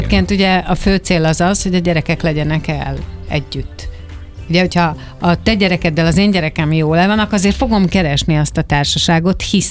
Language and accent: Hungarian; Budapest, Hungary; én óbudai vagyok